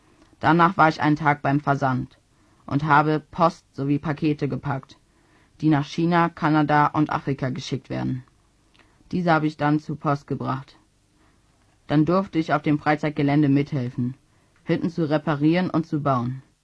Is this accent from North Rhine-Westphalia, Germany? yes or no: yes; Hennef, North Rhine-Westphalia, Germany; momentan Praktikant bei Neues Leben. Ich komme aus Hennef in der Nähe von Siegburg und gehe auf die Freichristliche Gesamtschule Rhein-Sieg. Zurzeit gehe ich in die 8. Klasse